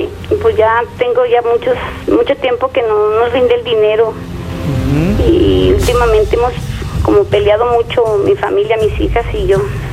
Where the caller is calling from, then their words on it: Guadalajara, Jalisco, Mexico; De aquí, de Guadalajara.